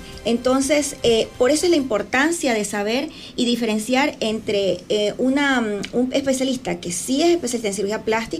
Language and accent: Spanish; Chone, Manabí, Ecuador; also born or lived in Argentina; Soy oriunda de Chone.